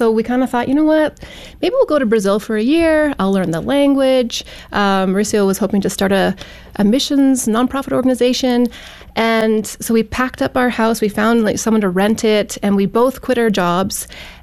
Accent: Edmonton, Alberta, Canada; now in Calgary, Canada; Oh, I grew up in Edmonton, Alberta, which is the capital. And I grew up in a, you know, typical Christian middle class family.

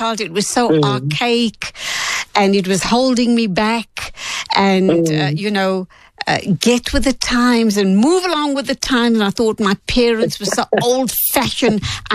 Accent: India; But as an Indian, when I look at African values, they very, very closely aligned to the values we embrace.

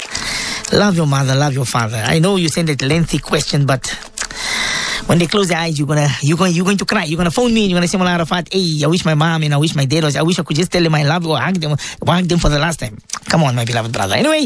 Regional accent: Cape Town, Western Cape, South Africa; I'm from Cape Town, Ustad.

